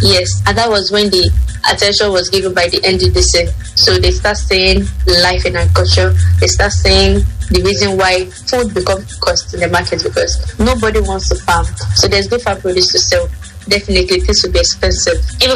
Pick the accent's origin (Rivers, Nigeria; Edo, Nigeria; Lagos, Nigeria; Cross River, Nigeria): Cross River, Nigeria; I am from Abu local government of Cross River State.